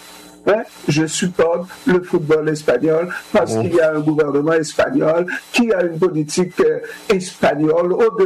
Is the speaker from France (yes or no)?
no; Haiti; lorsque je suis haïtien